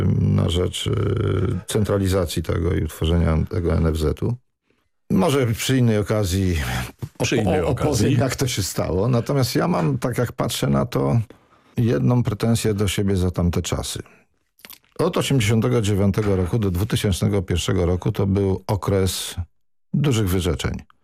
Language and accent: Polish; Lubin, Lower Silesian Voivodeship, Poland; now in Warsaw, Poland; Kiedyś z Warszawy do swojego Lubina, skąd pochodzę, jechałem tym małym Fiatem, nie wiem, 7-8 godzin.